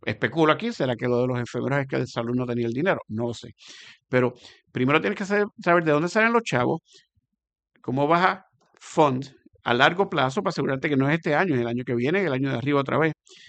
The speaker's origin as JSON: {"language": "Spanish", "country": "Puerto Rico", "said": "quienes vamos a pagar la cuenta somos los puertorriqueños."}